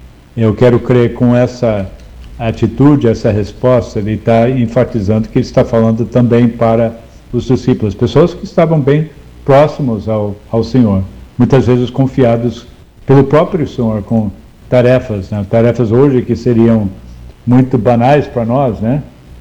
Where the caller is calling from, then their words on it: Rio de Janeiro, Brazil; falo do Rio de Janeiro